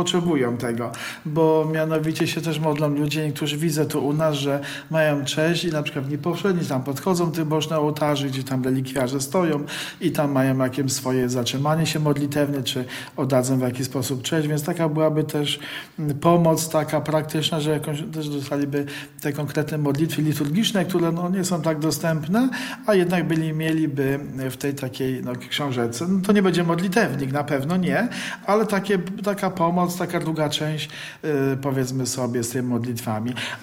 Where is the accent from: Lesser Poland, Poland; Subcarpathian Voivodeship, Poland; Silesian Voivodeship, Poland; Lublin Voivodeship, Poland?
Lesser Poland, Poland; Tarnów; bo akurat pochodzę z Tarnowa, z parafii katedralnej.